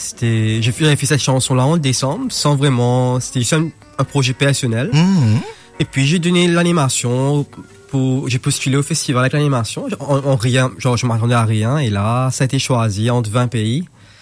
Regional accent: Mauritius; moved away as an adult; mais je crois que j'ai pris ça vraiment plus au sérieux quand je suis sorti de Maurice, parce que quand je crois que je t'avais dit à Maurice, j'étais un peu, enfin j'étais puni pour dessiner quand j'étais petit

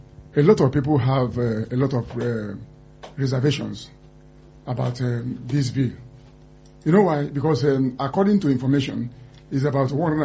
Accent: Nigeria; I'm a Nigerian. I've lived here for too long

